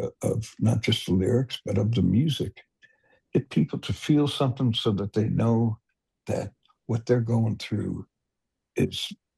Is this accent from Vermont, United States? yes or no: no; Detroit, Michigan, United States; there was a jazz DJ in Detroit when I was in high school